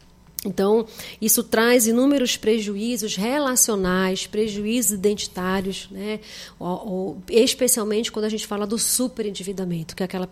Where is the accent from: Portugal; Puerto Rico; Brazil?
Brazil; O quanto que a gente, enquanto brasileiros